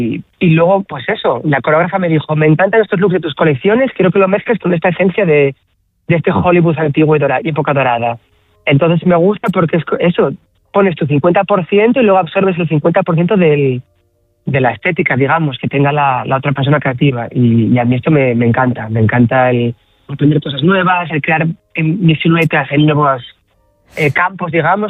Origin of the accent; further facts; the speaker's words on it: Asturias, Spain; Y hacemos joyas, hacemos collares y eso. Yo soy de Barrer para Casa y Asturias me inspira mucho, mi familia me inspira mucho. Tengo colecciones inspiradas en la mitología asturiana, en los colores de mi pueblo, de la naturaleza.